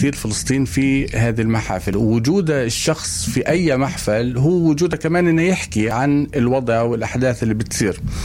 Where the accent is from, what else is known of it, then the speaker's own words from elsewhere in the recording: Palestine; كنت أنا كفنان فلسطيني